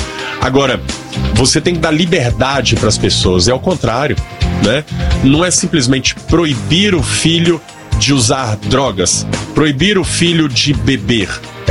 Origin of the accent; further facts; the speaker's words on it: Brazil; eu sou brasileiro